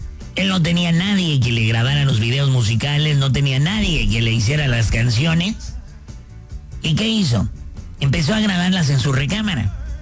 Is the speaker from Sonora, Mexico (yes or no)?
yes; Ciudad Obregón, Sonora, Mexico; Y si no me conocías … Soy de Ciudad Obregón y doy consejos todos los días para hombres y para mujeres también.